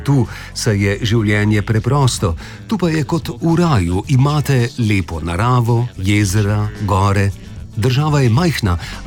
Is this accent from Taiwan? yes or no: yes; Taiwan; Slovenian is a second language; Mimo grede, sam še nisem bil gor, saj sem Tajvanec, pa tudi sicer hodim raje v jame.